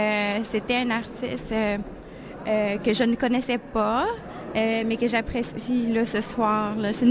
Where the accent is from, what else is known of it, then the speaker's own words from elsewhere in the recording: Quebec, Canada; De la région, oui. Je suis originaire de Bécomo-Mingan